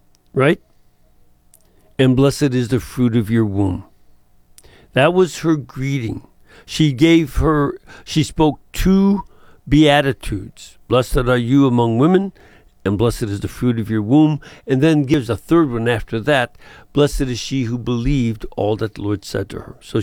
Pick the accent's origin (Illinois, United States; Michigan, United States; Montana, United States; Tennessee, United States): Illinois, United States; Chicago; an image that Archbishop Sheen used to use that fit me as a Chicagoan very nicely.